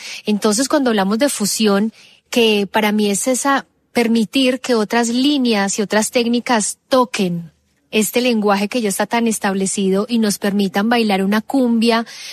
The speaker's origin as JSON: {"language": "Spanish", "country": "Colombia", "said": "como somos los colombianos y como es nuestro país."}